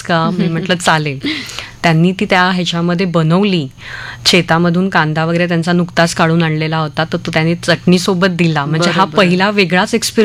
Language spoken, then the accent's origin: Marathi; Mumbai, Maharashtra, India; म्हणजे आपल्या कोशामध्ये असतो, मी मुंबईची आहे मी हे ते वगैरे काही नसतं